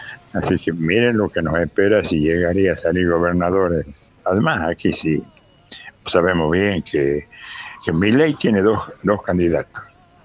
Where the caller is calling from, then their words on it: Manantial, Tucumán, Argentina; de Manantial.